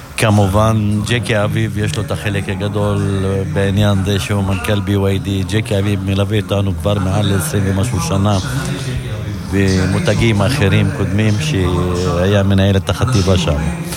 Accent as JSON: {"language": "Hebrew", "area": "Jezreel Valley", "region": "Northern District", "country": "Israel", "said": "אני מטייל בכל העולם פה, באפולה, כי אני אוהב את העיר אפולה, אוהב את העמק, אני בן העמק."}